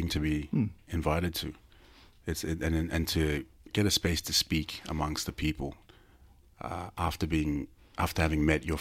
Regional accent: Mount Hagen, Western Highlands, Papua New Guinea; Growing up in Hagen as a kid

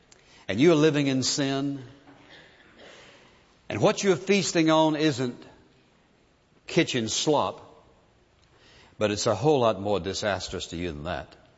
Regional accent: Virginia, United States; I grew up in Virginia, and my hometown where I lived was just always a mile or two out in the country to where the farms were.

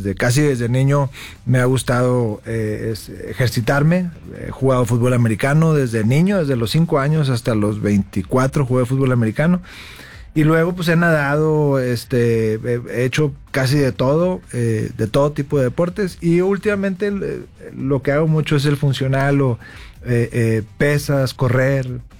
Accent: Nuevo León, Mexico; Soy de Nuevo León, por supuesto.

